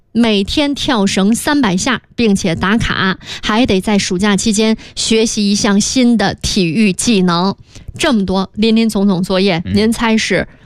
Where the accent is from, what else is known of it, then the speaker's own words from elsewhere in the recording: China; 我是中国人，李凯老师啊，我是中国人。